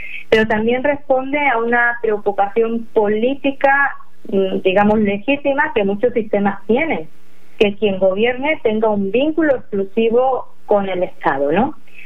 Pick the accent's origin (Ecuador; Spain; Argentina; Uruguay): Spain; yo por ejemplo, yo soy española de origen, y si yo quisiera renunciar a mi nacionalidad de origen